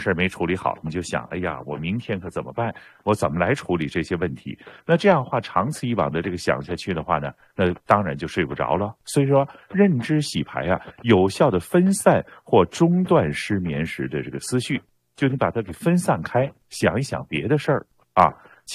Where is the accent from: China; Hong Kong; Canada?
Canada